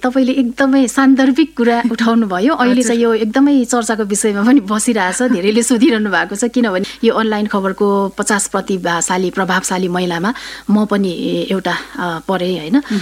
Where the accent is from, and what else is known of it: Koshi Province, Nepal; born there